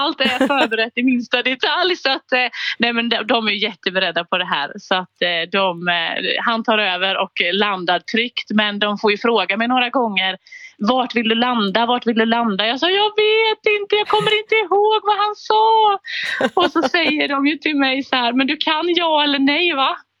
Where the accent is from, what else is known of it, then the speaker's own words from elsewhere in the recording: Småland, Sweden; Men han är från Dalarna och jag är från Småland, så att vi landar någonstans mitt emellan.